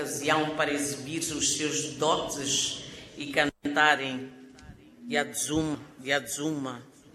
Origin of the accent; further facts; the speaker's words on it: Mozambique; Nós moçambicanos